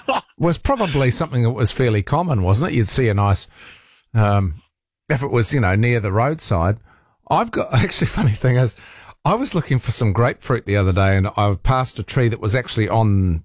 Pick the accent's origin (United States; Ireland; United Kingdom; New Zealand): New Zealand; Rotorua, Bay of Plenty; So like I grew up in Rotorua. My parents built a house there.